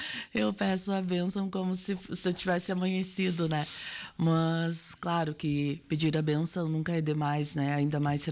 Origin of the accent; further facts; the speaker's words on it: Soledade, Rio Grande do Sul, Brazil; Nasci no Espraiado mesmo.